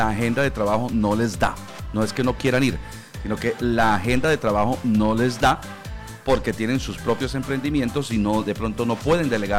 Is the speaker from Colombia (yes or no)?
yes; Colombia; como colombianos dejamos todo para lo último.